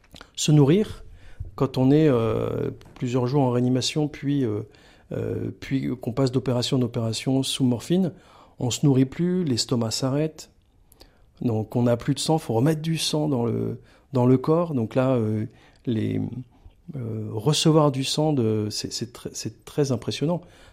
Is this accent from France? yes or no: yes; Draveil, Île-de-France, France; born there; Donc on s'est un peu baladé, mais je suis né à Draveil.